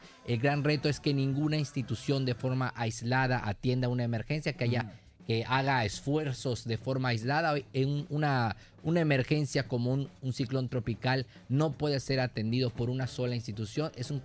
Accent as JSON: {"language": "Spanish", "region": "Yucatán", "country": "Mexico"}